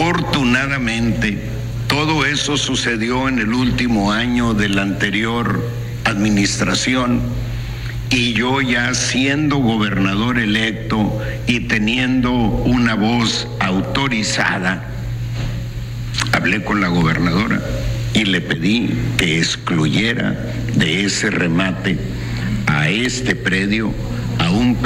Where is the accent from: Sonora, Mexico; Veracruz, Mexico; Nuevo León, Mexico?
Sonora, Mexico; Bavispe; Siempre pongo de ejemplo Bavispe, mi pueblo.